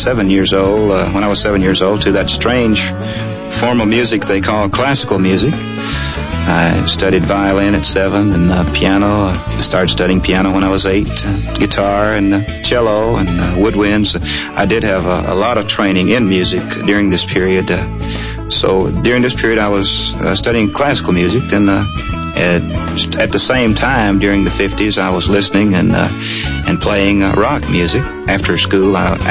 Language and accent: English; Robbinsville, North Carolina, United States; also born or lived in Raleigh; I grew up in the Smoky Mountains of western North Carolina in Robbinsville, right up against Knoxville, Tennessee, on country and bluegrass, hillbilly.